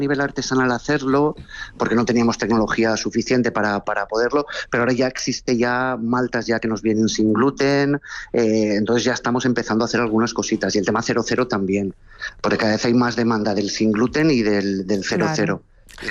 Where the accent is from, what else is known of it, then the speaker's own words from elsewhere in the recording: Valencian Community, Spain; nosotros de momento somos valencianos